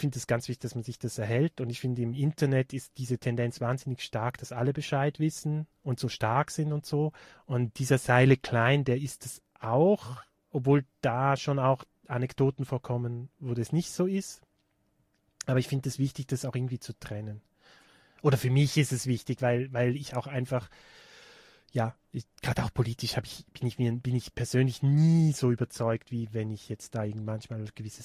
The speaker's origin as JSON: {"language": "German", "area": "Rhine Valley", "region": "St. Gallen", "country": "Switzerland", "tie": "born or raised there", "moved": "yes", "lives_now": "Innsbruck, Austria", "said": "ich bin halt im Rheintal aufgewachsen und wir sind dann nach St. Gallen Ausgang gegangen"}